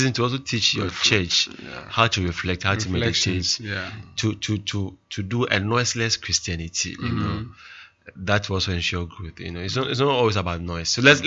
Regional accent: Ghana; as a Ghanaian person

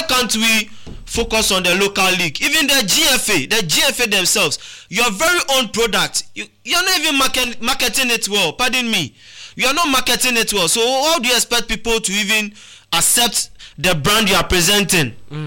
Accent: Ghana; as a Ghanaian.

